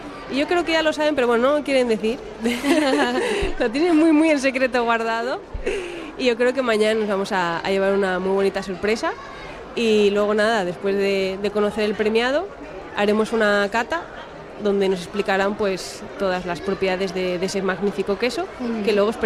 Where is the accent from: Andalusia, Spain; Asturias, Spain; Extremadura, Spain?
Asturias, Spain; Avilés; yo soy de Avilés, de la comarca de Avilés, y aquí hay dos quesos de la comarca